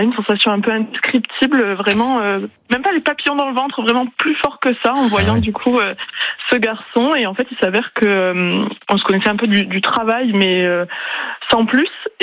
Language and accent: French; Toulouse, Occitanie, France; now in Saint-Étienne, France; Non, moi je suis toulousaine, mais effectivement mon amoureux vit à Saint-Étienne